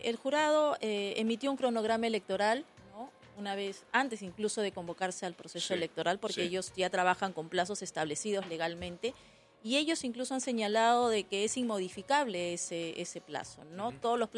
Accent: Peru; Ya conocemos cómo somos los peruanos

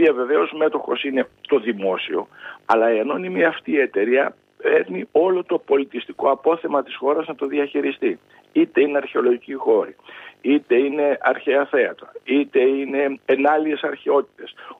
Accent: Drama, Eastern Macedonia and Thrace, Greece; Κοιτάξτε, εγώ είμαι από τη Δράμα, ξέρετε ότι έχουμε το σπουδαιότερο δασικό συγκρότημα που έχει η χώρα

